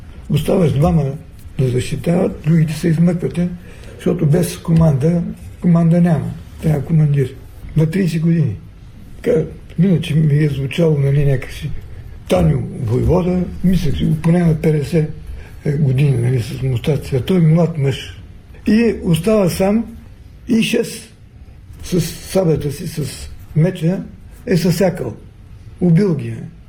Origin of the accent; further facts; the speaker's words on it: Razgrad, Razgrad Province, Bulgaria; аз съм роден в Разград и имам 7-8 години живеем, това е родния ми град.